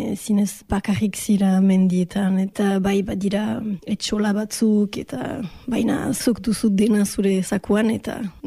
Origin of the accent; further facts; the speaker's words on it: Bayonne, Nouvelle-Aquitaine, France; moved away as an adult; also born or lived in United States / Bordeaux / New Zealand; Baionan sortu nintzen eta ugoi urte arte Baionan bizi nintzen.